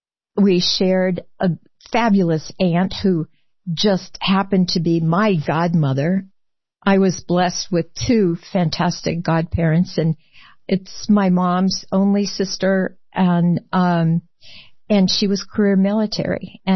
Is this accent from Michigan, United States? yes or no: yes; Michigan, United States; it was my hometown in Michigan.